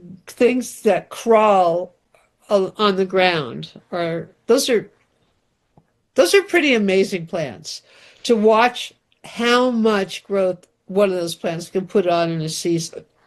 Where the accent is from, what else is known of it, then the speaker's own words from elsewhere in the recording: Southwest, United States; now in Connecticut, United States; I'm from the Southwest.